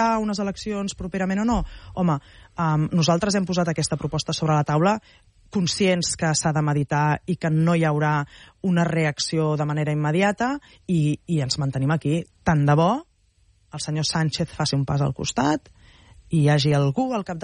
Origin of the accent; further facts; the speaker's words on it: Catalonia, Spain; som molts catalans